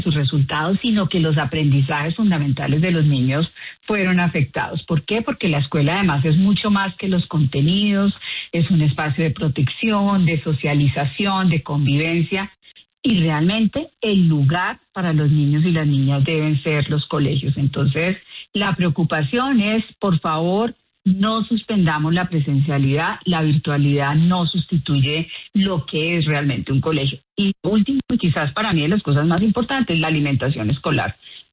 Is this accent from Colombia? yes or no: yes; Colombia; en esta tragedia que nosotros que estamos viviendo como colombianos